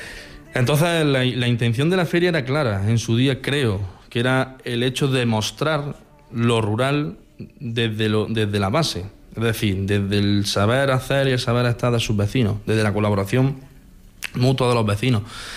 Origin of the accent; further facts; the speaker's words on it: Villanueva del Duque, Andalusia, Spain; alcalde de Villanueva del Duque, tengo 25 años. Estudié Ciencias Políticas en Sevilla, pero decidí volver a mi pueblo